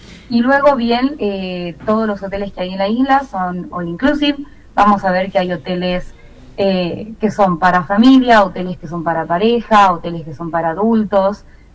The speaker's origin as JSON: {"language": "Spanish", "country": "Argentina", "said": "Por suerte los argentinos no necesitamos visa."}